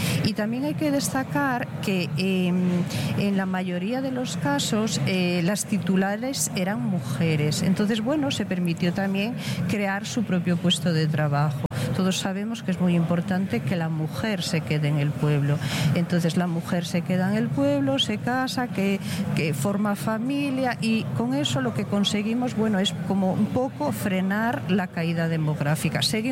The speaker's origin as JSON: {"language": "Spanish", "region": "Asturias", "country": "Spain", "said": "Nosotros somos de Asturias"}